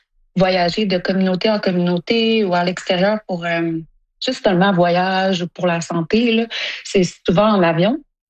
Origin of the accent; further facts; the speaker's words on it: Sept-Îles, Quebec, Canada; moved away as an adult; now in Iqaluit, Canada; Ben, moi, j'ai grandi à Sept-Îles parce que j'étais avec mon père. Puis ma mère, elle vient de Iqaluit. Puis j'ai déménagé là quand j'avais 19 ans.